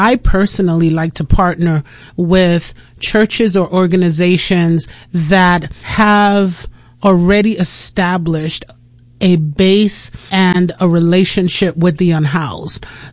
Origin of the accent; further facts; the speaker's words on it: New York, United States; moved away as an adult; also born or lived in England; now in Port St. Lucie, United States; So first of all, I'm from Brooklyn.